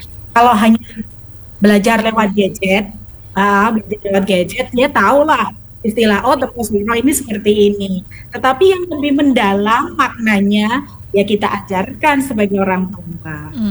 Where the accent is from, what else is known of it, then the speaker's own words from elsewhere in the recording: Java, Indonesia; kita orang Jawa